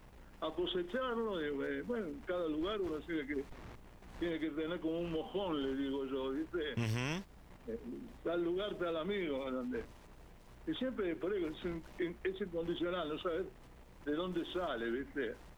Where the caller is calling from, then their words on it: Buenos Aires, Argentina; De Villa del Parque.